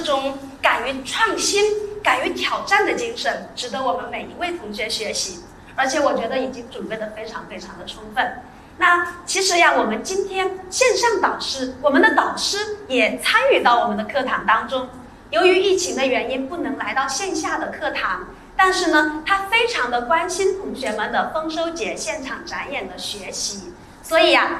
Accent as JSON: {"language": "Chinese", "country": "China", "said": "让我们中国人实现了把饭碗牢牢地掌握在中国人自己手里的这个梦想"}